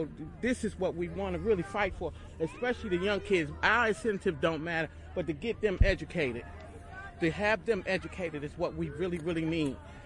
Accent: New Jersey, United States; also born or lived in Manhattan, New York; now in North Carolina, United States; But see, I'm not from North Carolina. I was raised in Jersey, between Jersey and Manhattan, New York.

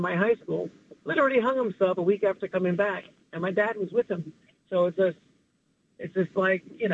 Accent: New York City, New York, United States; it's like I grew up in the Bronx

